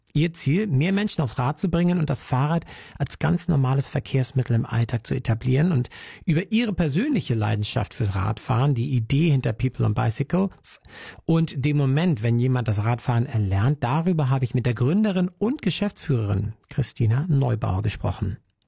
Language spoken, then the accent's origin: German; Hamburg, Germany; Ja, und ich meine, bei uns in Deutschland, gerade in den Metropolregionen, du bist aufgewachsen in Wedel, sozusagen direkt neben Hamburg dran, so ich als Hamburger Jung.